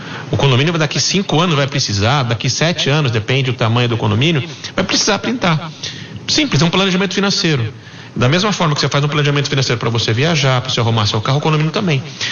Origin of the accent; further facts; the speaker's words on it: Campinas, São Paulo, Brazil; É a nossa empresa, nós somos campineiros, com muito orgulho, eu sou campineiro.